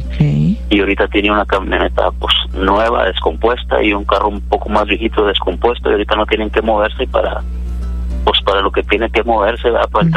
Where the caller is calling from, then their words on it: Piedras Negras, Coahuila, Mexico; De ayer de Coahuila, México.